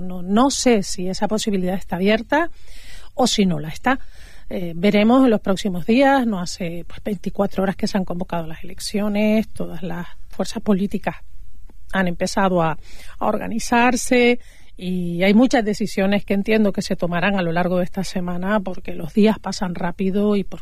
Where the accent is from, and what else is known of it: Canary Islands, Spain